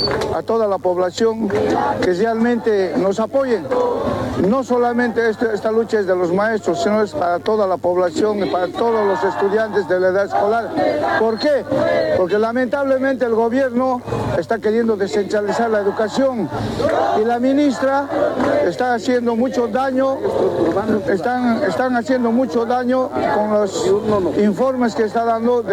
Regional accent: Yapacaní, Santa Cruz, Bolivia; Puesto de que una mayoría somos de aquí de Yapacaní, hemos retornado aquí a tomar lo que es la carretera de aquí de Yapacaní.

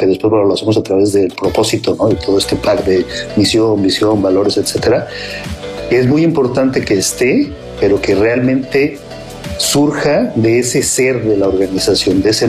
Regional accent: Mexico; born there; efectivamente, un individuo que nací en México

